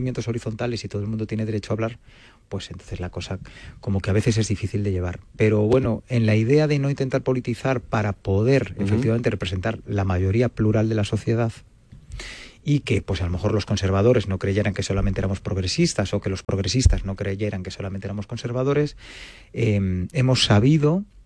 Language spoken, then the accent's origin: Spanish; Galicia, Spain